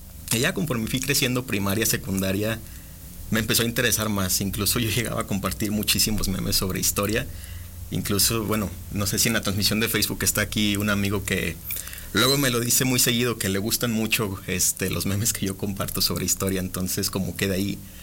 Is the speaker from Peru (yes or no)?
no; Aguascalientes, Mexico; soy de Aguascalientes.